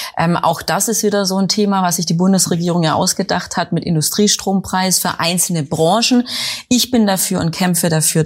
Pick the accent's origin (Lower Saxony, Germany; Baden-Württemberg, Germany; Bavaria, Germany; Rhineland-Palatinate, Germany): Baden-Württemberg, Germany; Stuttgart; Ja, ich komme aus dem Großraum Stuttgart.